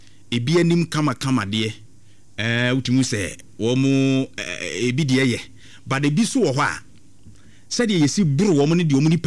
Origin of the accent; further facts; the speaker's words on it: Ghana; You see, Ghanaians are not timid. We may be slow to anger, but when we are pushed, we act decisively.